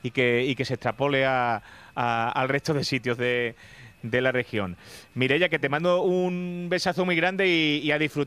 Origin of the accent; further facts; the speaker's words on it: Castuera, Extremadura, Spain; está la gente en mi pueblo, en Castuera